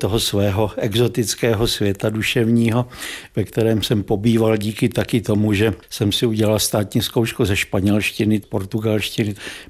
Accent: Vysoké Mýto, Pardubice Region, Czechia; born there; Já jsem se narodil tady ve Vysokém Mýtě v roce 1943 v době druhé světové války

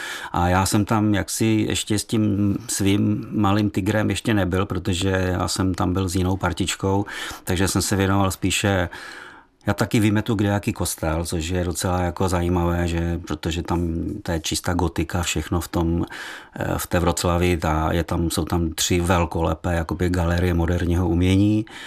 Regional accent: Ostrava, Moravian-Silesian Region, Czechia; now in Karviná, Czech Republic; A já si nech z Ostravy.

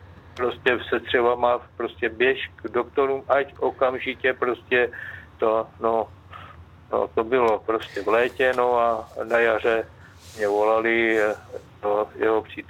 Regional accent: Kostelec nad Orlicí, Hradec Králové Region, Czechia; to já jsem z Kostelce, to je na Zorlici

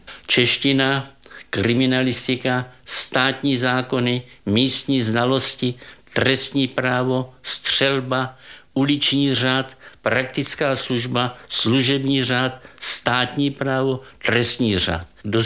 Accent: Vysoké nad Jizerou, Liberec Region, Czechia; Moje rodačka Vysokého nad Jizerou, Aninka Zemánková, si vzala syna hostinského Jarolímka z Libně.

